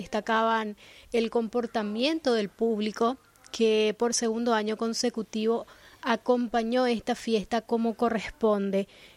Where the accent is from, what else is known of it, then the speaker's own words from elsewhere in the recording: Paraguay; para todos nosotros como paraguayos.